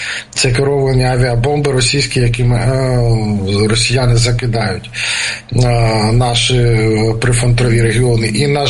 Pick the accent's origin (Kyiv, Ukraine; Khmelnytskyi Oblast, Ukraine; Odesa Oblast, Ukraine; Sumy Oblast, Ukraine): Kyiv, Ukraine; вже ми кияни